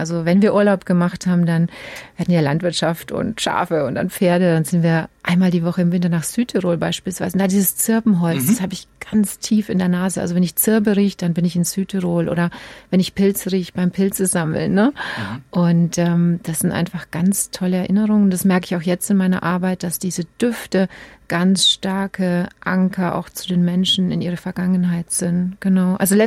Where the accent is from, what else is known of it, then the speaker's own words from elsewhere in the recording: Gößweinstein, Bavaria, Germany; ich bin in Gößweinstein aufgewachsen, das ist in der Fränkischen Schweiz, so in diesem, ja, die Gößweinsteiner sagen, im Herzen der Fränkischen Schweiz.